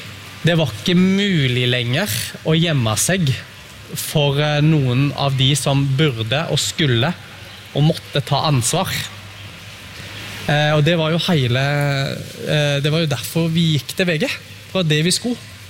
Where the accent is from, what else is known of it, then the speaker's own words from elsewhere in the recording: Sauda, Rogaland, Norway; jeg er jo fra Sauda. Liten plass.